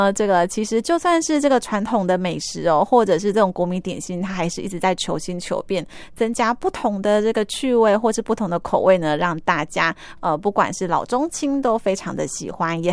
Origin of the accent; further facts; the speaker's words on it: Tainan, Taiwan; 身为台南人的我也是蛮喜欢的。但是真的从小吃到大